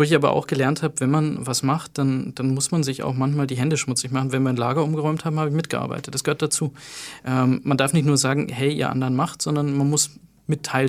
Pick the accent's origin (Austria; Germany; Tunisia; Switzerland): Tunisia